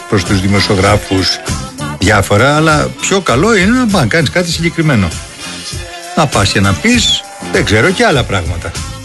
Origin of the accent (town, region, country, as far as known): Greece